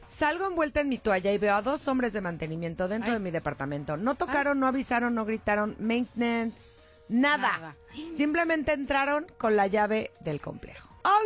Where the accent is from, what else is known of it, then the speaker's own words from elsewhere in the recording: Mexico City, Mexico; Pero es que yo sí crecí en la Ciudad de México, muchachos, como les explico.